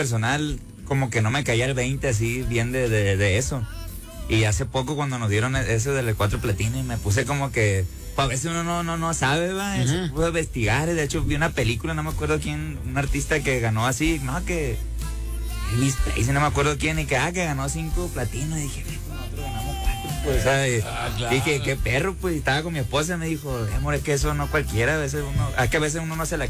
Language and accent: Spanish; Costa Rica, Sinaloa, Mexico; Nosotros somos de Costa Rica, Sinaloa